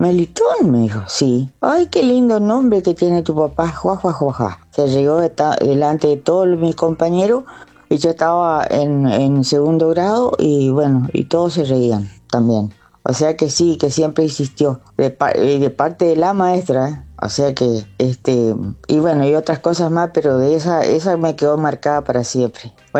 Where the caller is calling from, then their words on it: Santa Fe, Argentina; de la Tranquera de Santa Fe.